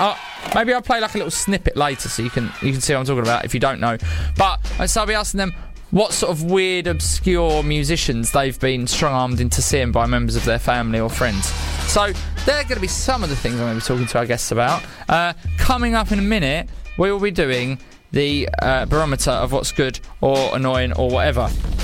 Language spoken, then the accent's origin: English; Bexleyheath, London, United Kingdom; Like, for example, I'm from Bexleyheath. It's got a pub called The Wrong'un, which stays open till 1 a.m. and that's a cricketing term, apparently. Who knew? And when I grew up there, it had a Super Bowl